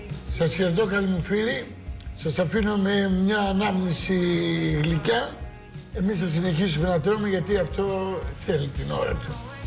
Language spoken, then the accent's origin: Greek; Thessaloniki, Central Macedonia, Greece; now in Athens, Greece; Τώρα με τις γιορτές ήμουνα και στη Θεσσαλονίκη πάνω. Άλλαξα τον χρόνο στην πόλη μου.